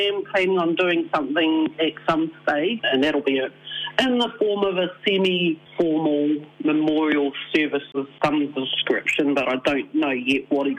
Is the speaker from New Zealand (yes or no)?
yes; Manaia, Waikato, New Zealand; moved away as an adult; also born or lived in Western Australia; I'm actually from Manaia, which is just south of Coromandel, so it was time to come home.